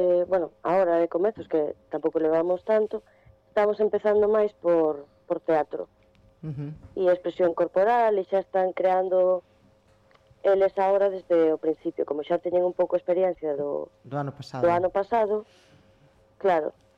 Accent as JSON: {"language": "Galician", "town": "Narón", "region": "Galicia", "country": "Spain", "said": "somos de Narón e Ferrol, la contorna toda por aquí"}